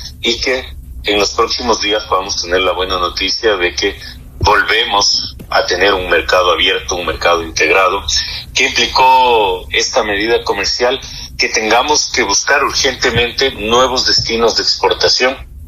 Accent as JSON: {"language": "Spanish", "country": "Ecuador", "said": "nosotros como ecuatorianos somos gente seria"}